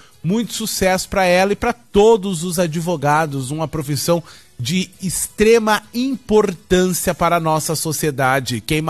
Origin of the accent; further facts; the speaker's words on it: Bagé, Rio Grande do Sul, Brazil; sou gaúcho natural de Bagé, da fronteira